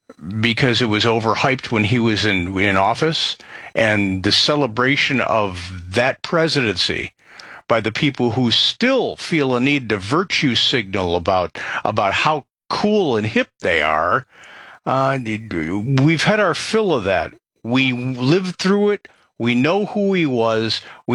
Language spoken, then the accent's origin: English; Illinois, United States; And I grew up outside of Chicago.